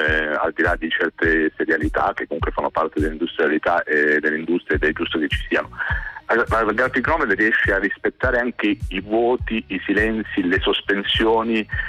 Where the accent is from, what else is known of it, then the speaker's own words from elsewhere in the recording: Apulia, Italy; Lui è meridionale come me, io pugliese